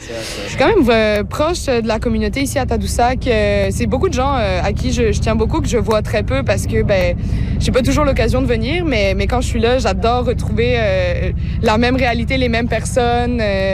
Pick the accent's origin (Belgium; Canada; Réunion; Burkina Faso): Réunion; born or raised there